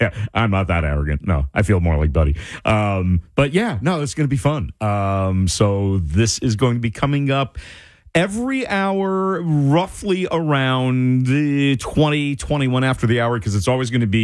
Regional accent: Rahway, New Jersey, United States; it just surprised me that there was something that was that close to my hometown, because I grew up in Rahway, been to Elizabeth so many times.

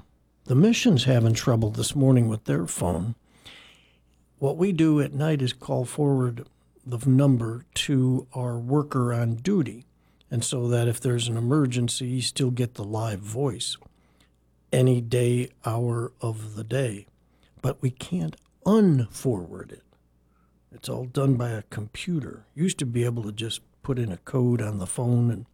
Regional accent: Chicago, Illinois, United States; it's from my hometown of Chicago

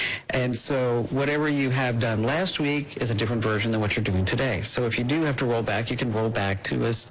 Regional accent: New Jersey, United States; I'm from New Jersey.

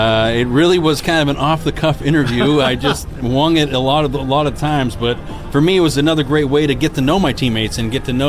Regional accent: Maine, United States; I'm from Maine, he's from Connecticut. We had this New England connection

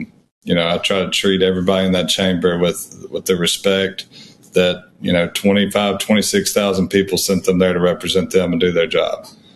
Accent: Pascagoula, Mississippi, United States; you grow up in a place like where I grew up in Pascagoula, or it really anywhere in the state of Mississippi

